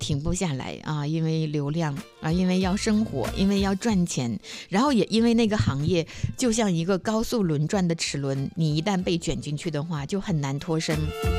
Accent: Dalian, Liaoning, China; 咱们大连人也叫皮蛋啊

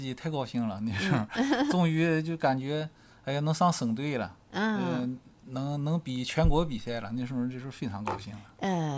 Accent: Dandong, Liaoning, China; 我是辽宁丹东人。

